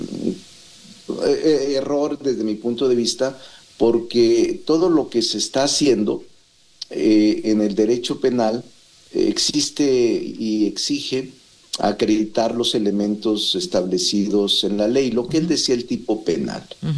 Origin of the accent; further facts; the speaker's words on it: Fresnillo, Zacatecas, Mexico; born there; moved away as an adult; now in Mexico City, Mexico; regidor de mi pueblo, Fresnillo, Zacatecas